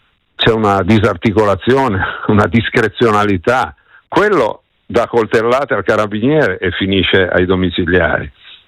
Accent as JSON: {"language": "Italian", "town": "Turin", "region": "Piedmont", "country": "Italy", "tie": "born there", "said": "pensi che il quartiere dove sono nato, Borgo Vittoria a Torino"}